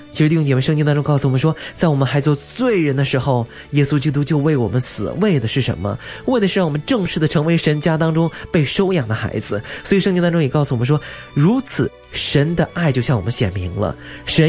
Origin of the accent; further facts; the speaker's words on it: China; 我们中国人